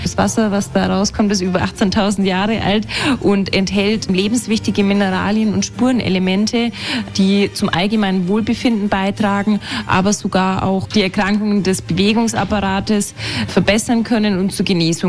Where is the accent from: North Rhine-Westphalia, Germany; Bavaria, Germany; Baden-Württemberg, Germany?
Bavaria, Germany; Treuchtlingen; also born or lived in Augsburg / Munich; ich bin tatsächlich selbst in Treuchtlingen geboren. Allerdings war ich zwischendurch schon mal ein bisschen in Augsburg und in München unterwegs, hat mir aber nicht so gut wie Treuchtlingen gefallen. Dann bin ich wieder zurück in die Heimat und fühle mich hier im Naturpark Altmühltal pudelwohl